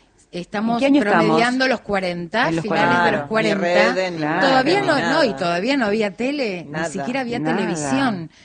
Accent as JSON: {"language": "Spanish", "country": "Argentina", "said": "Ahí somos argentinos, lo podemos"}